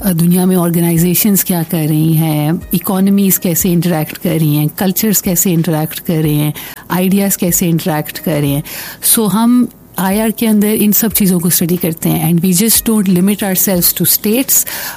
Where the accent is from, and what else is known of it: Pakistan